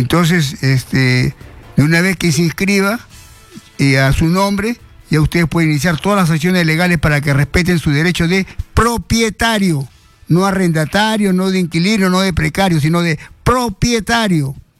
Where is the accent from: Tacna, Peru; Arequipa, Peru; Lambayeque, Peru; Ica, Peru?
Ica, Peru; Chincha Alta; moved away; also born or lived in Chorrillos, Lima; en Pisco, Chincha, mi tierra.